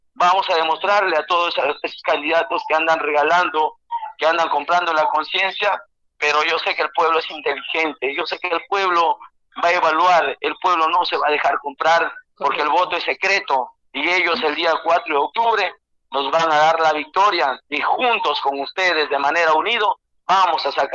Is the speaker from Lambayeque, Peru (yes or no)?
yes; Tucumé, Lambayeque, Peru; cariño y consideración a mi pueblo de Tucumán